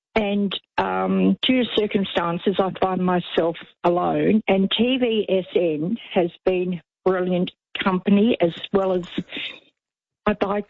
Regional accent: Maldon, Victoria, Australia; I'm from Malden in country Victoria.

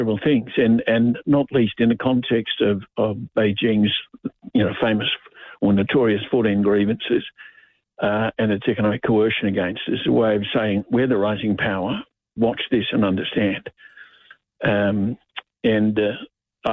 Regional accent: Australia

